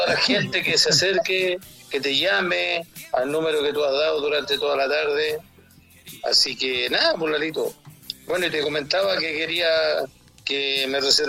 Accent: Melipilla, Santiago Metropolitan Region, Chile; yo soy de Melipilla

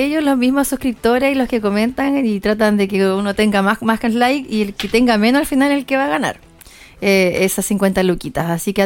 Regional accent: Quillota, Valparaíso, Chile; empecé en Quillota, en mi ciudad natal, en eventos de la zona, eventos locales.

